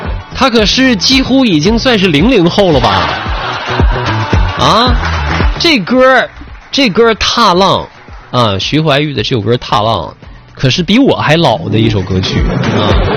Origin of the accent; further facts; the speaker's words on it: Northeast China, China; 咱们这边咱东北的夏天呢